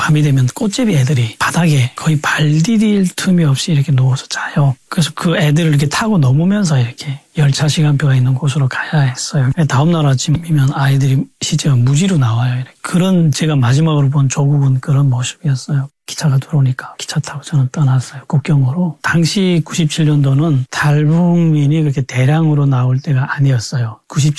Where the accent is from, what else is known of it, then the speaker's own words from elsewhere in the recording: Chongjin, North Hamgyong, North Korea; moved away as an adult; 제가 집이 청진이거든요.